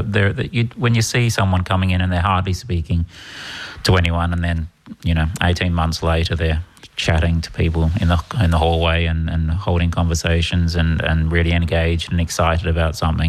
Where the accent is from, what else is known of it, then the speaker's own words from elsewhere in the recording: Perth, Western Australia, Australia; moved away as an adult; now in Ireland; I'm from Perth, Australia. I've been here about 26 years now.